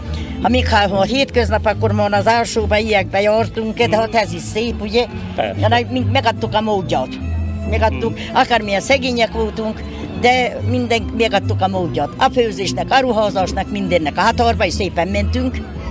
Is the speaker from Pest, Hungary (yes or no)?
no; Buják, Nógrád, Hungary; Palócország az én hazam. Itt születtem, itt nevelt fő apám.